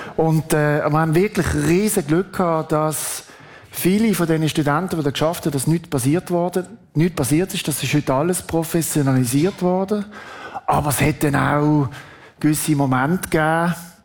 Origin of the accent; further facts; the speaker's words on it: Basel, Basel-Stadt, Switzerland; ich bin in Basel aufgewachsen. Dort waren die grossen Rockshows im Jockeli-Stadion.